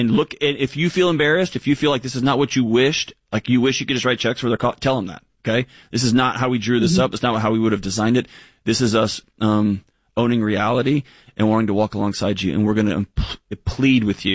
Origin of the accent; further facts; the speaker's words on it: Texas, United States; I know in my home state of Texas where I grew up and where I worked